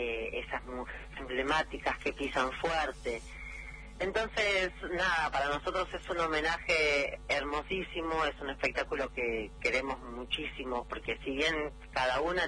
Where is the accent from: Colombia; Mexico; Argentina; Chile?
Argentina; no nos quedamos quietas, somos mujeres, somos argentinas